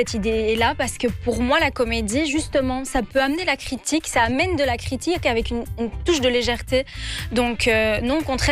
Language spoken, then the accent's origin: French; Belgium; on est belge. On a des nationalités, il y en a qui ont grandi en Belgique, qui sont nés en Belgique, enfin voilà, on vient de partout de l'Occident, et puis en fait on a des racines maghrébines